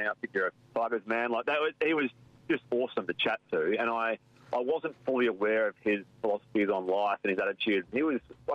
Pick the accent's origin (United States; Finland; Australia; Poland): Australia; Bibra Lake, Western Australia; this is a far cry from, you know, growing up in Bibra Lake, and I had no rugby league interest around that time